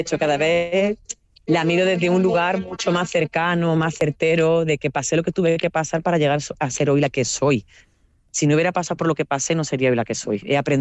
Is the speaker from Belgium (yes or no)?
no; Andalusia, Spain; si yo soy blanca, pero yo soy andaluza, no soy catalana, ni soy vasca, es decir, el norte del mismo país tiene un lugar que no tiene mi acento